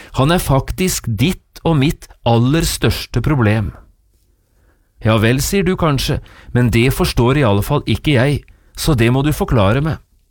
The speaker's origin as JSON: {"language": "Norwegian", "town": "Notodden", "region": "Telemark", "country": "Norway", "tie": "born or raised there", "said": "Hjemme på Notodden hadde vi da jeg vokste opp en bratt bakke som kaltes Tømmebakken."}